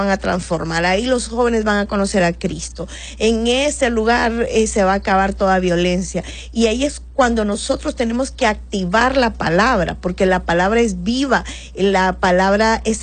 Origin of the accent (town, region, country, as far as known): Honduras